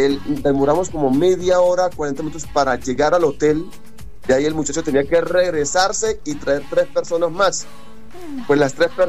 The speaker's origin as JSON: {"language": "Spanish", "country": "Colombia"}